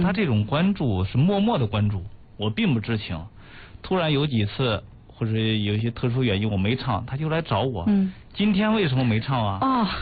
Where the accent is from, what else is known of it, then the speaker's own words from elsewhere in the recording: Zhangjiakou, Hebei, China; 回来之后就又进入市里边，就是说我的家乡张家口市。